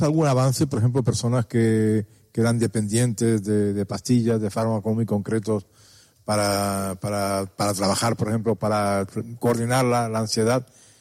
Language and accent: Spanish; Canary Islands, Spain; Este es uno de los grandes problemas que tiene Canarias, como usted sabe perfectamente. Creo que somos los primeros de España en este tema de dependencia muy grande que tenemos para las pastillas